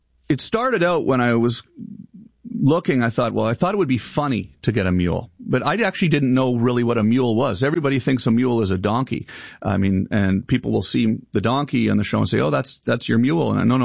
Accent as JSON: {"language": "English", "town": "Ottawa", "region": "Ontario", "country": "Canada", "tie": "born or raised there", "also_born_or_lived": "Los Angeles, United States", "said": "I decided I want to move home to Canada. This is, you know, I've been in LA for a long time, and I grew up in Ottawa, and my parents are there, and I want to be closer to them, and so moved back, found this farm."}